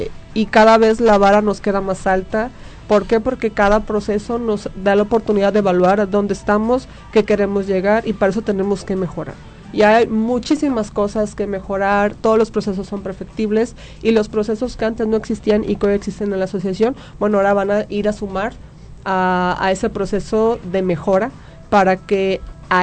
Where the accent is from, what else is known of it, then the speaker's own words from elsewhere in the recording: Tuxpan, Mexico; Tuxpan, que nunca voy a perder el amor y la identidad que tengo con mi tierra.